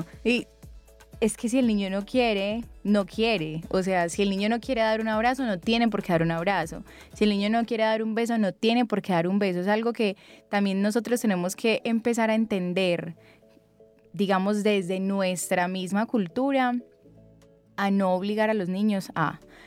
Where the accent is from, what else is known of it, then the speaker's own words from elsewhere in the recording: Antioquia, Colombia; somos paisas y somos querendones